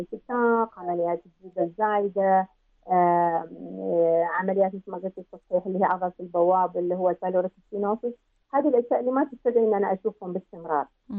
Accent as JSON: {"language": "Arabic", "country": "Oman", "said": "إحنا كمجتمع عماني"}